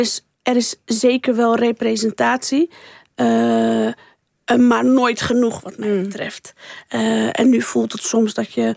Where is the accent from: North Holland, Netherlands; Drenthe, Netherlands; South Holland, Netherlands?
South Holland, Netherlands; Rotterdam; Ik kom zelf uit een grootstedelijk gebied. Ik kom uit Rotterdam.